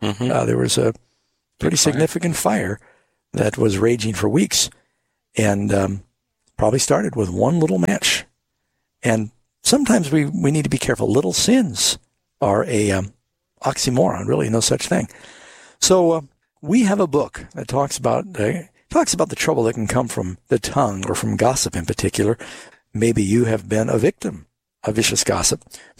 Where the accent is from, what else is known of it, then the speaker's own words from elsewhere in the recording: New York City, New York, United States; Yeah, well, I grew up largely in New York City